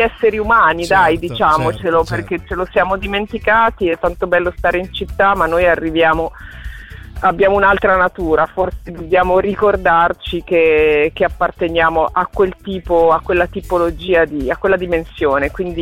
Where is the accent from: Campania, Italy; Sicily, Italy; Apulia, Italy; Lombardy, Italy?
Lombardy, Italy; born there; quando mi sono trasferita dalla città dove abitavo e dove sono nata, vicino a Milano, quando mi sono trasferita in montagna, sempre rimanendo in Lombardia, quindi in un luogo molto antropizzato